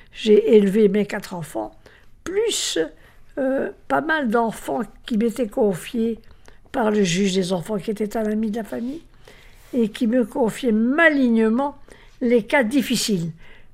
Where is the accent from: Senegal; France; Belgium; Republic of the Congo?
Belgium; Charleroi, Wallonia; je suis née à Charleroi et j'y étais. Je vivais à Charleroi.